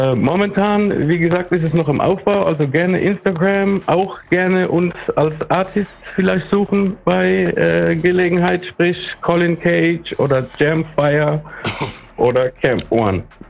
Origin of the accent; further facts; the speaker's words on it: Mannheim, Baden-Württemberg, Germany; Hey, momentan auf jeden Fall meine alte Heimatstadt Mannheim